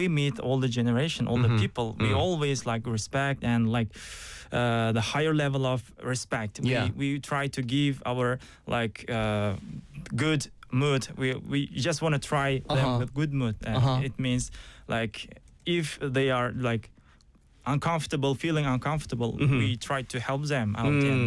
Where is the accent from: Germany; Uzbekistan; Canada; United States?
Uzbekistan; Surxondaryo Region; moved away as an adult; now in Busan, South Korea; My hometown is pronounced Surkhandarya.